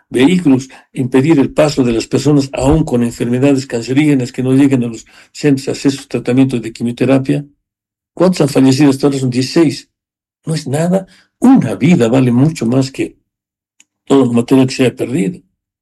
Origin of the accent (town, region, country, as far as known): Bolivia